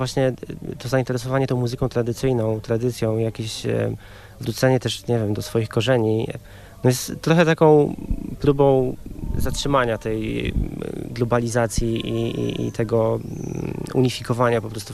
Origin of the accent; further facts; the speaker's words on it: Masovian Voivodeship, Poland; pochodzę z Radomszczyzny